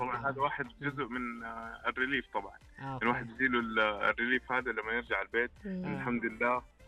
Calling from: Jeddah, Makkah Province, Saudi Arabia; أنا أكلمكم من جدة

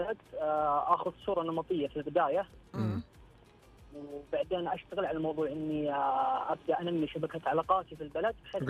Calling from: Khamis Mushait, Asir, Saudi Arabia; أكلمكم من خميس مشيت

